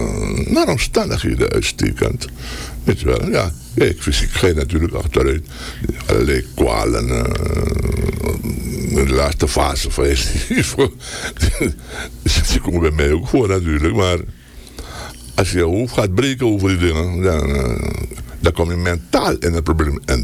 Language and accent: Dutch; Para, Suriname; born there; also born or lived in Paramaribo, Suriname; Kijk, ik ben in Paramaribo geboren, maar mijn vader werkte op zanderij. Bij de luchtvaartdienst. Daarom ben ik ben een paraan. Weet je wel, zo voel ik me ook.